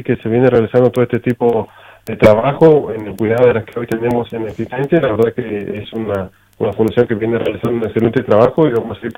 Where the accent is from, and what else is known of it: Santa Cruz, Argentina